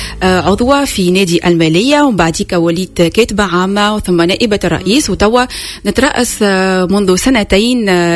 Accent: Tunisia; moved away as an adult; now in Paris, France; بالنسبة لينا تونس هي كيما العائلة، يعني احنا عنا مسؤولية حول عائلتنا كيف عنا مسؤولية حول بلادنا تونس.

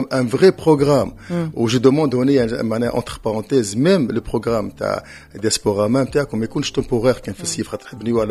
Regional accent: Tunisia; also born or lived in France; احنا سوم دي فرانكو تونيزيان

